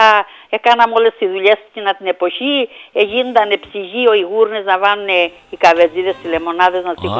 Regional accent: Greece; moved away; στο χωριό μου, ναι, το Νεφιά.

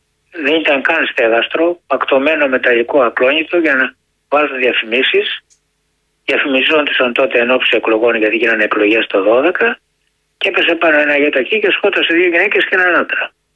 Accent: Peloponnese, Greece; που είναι από την πατρίδα μου κάτω από τη Γουρτινία

